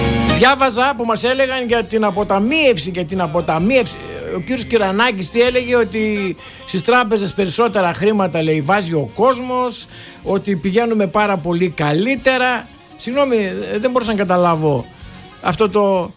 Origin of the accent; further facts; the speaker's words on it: Greece; Εγώ είμαι Έλληνας.